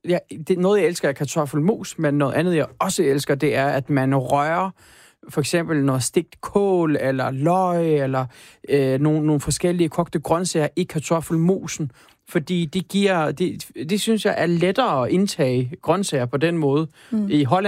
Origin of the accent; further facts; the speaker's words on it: Turkey; now in Denmark; Jeg skal ikke komme som en tyrker og starte borgerkrig i Danmark.